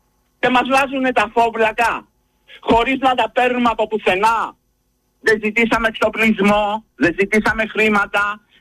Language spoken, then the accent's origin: Greek; Greece; εμένα του Έλληνα πολίτη μου απαγορεύει να προστατεύσω τον τόπο μου